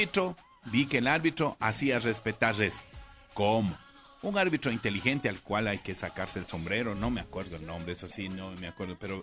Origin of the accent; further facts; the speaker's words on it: Ecuador; que somos campeones los ecuatorianos